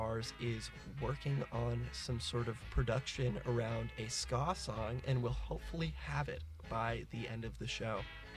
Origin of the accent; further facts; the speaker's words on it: San Francisco Bay Area, California, United States; I'm from the Bay Area.